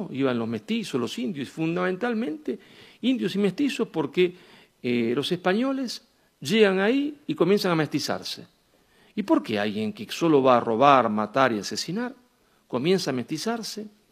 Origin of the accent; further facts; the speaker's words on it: Argentina; cada vez que uno me presentaba como argentino